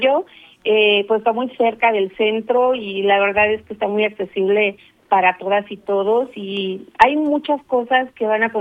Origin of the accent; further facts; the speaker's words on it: Puebla, Mexico; nosotros como poblanos